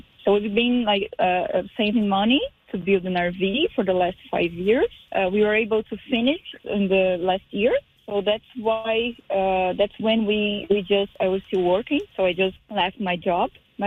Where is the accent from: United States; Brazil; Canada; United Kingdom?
Brazil; English is a second language; For us, it's cold, but we came all the way from Brazil, so for us it's the temperature is cold